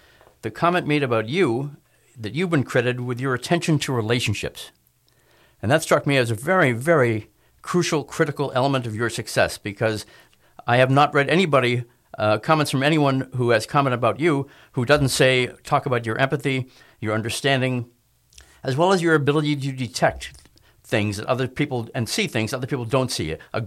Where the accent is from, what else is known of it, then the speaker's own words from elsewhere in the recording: Boston, Massachusetts, United States; I'm a Bostonian.